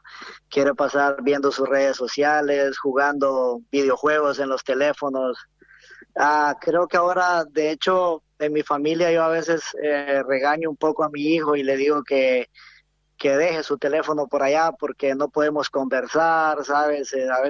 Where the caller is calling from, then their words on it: Honduras; soy de Honduras.